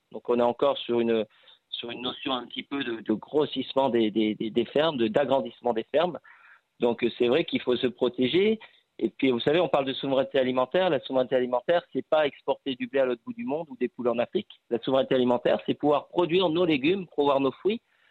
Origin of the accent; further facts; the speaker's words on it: Auvergne-Rhône-Alpes, France; chez nous en Ardèche, il y a beaucoup d'arboriculteurs dans la cerise